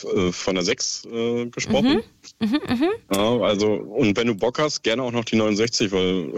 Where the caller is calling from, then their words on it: Brandenburg, Germany; Aus der wunderschönen Uckermark.